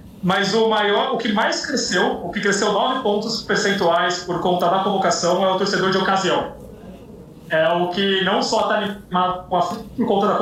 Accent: Brazil; eu, como brasileiro fã de futebol

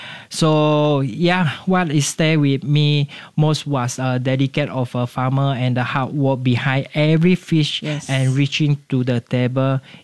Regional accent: Sarawak, Malaysia; English is a second language; So actually, this dish is very personal to me because patin buah is from my hometown of Sarawak.

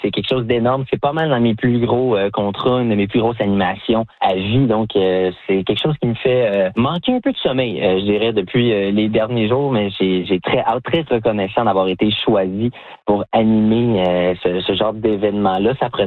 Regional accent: Clarence Creek, Ontario, Canada; Moi, étant un peu plus de la campagne, je viens du village de Clarence Creek, de la région de Clarence-Rockland, dans l'Est Ontario.

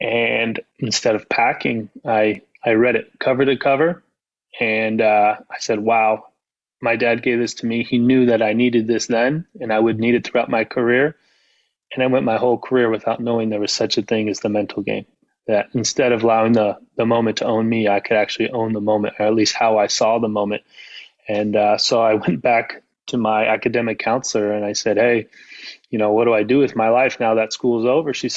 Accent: California, United States; So, I'm from Southern California, and so it kind of comes full circle where I started and where I ended my career.

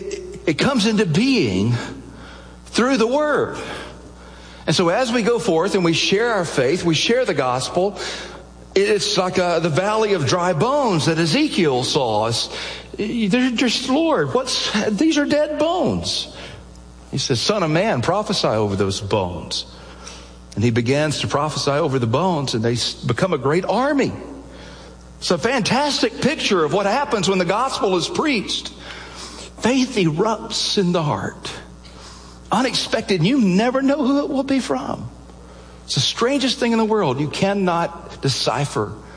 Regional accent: Alabama, United States; I'd heard the gospel. I was growing up in Alabama. I mean, you can't miss it. There's churches everywhere.

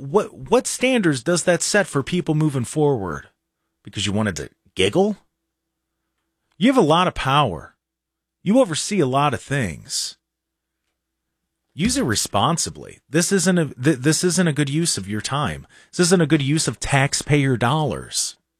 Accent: Cleveland, Ohio, United States; Growing up, I lived out in the boonies. I didn't care what was going on with y'all out here. But I live in the suburbs now, and I was born and raised in Cleveland.

